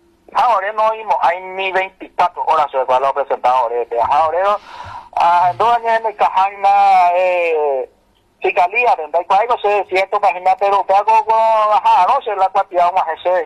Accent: Mbuyapey, Paraguarí, Paraguay; estamos una familia de Embuyapeú, somos de Embuyapeú

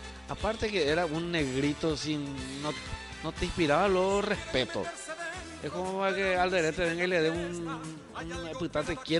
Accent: Paraguay; Nosotros, los paraguayos

